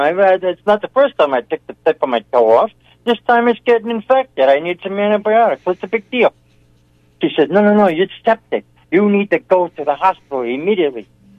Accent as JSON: {"language": "English", "town": "Brooklyn", "region": "New York", "country": "United States", "tie": "born or raised there", "said": "I grew up in East Brooklyn, Quebec Square."}